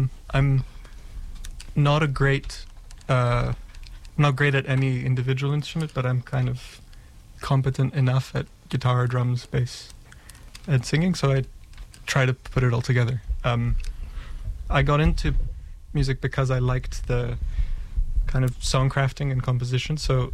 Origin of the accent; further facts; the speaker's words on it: Greece; moved away; I grew up in Greece.